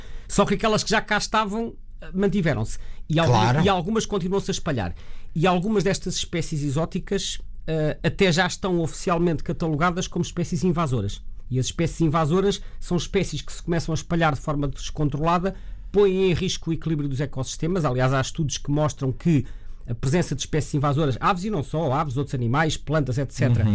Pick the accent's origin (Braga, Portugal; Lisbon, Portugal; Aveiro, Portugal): Lisbon, Portugal; eu sou natural de Lisboa, e cresci em Lisboa, e quando comecei a deixar pela observação de aves, morava em Lisboa